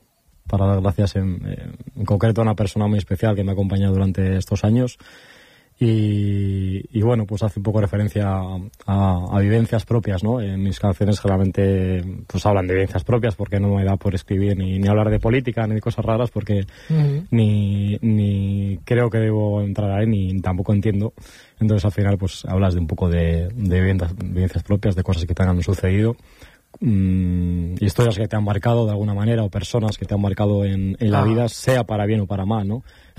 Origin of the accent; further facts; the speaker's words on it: Colindres, Cantabria, Spain; born there; empecé en clases de guitarra de muy chiquitín en Colindres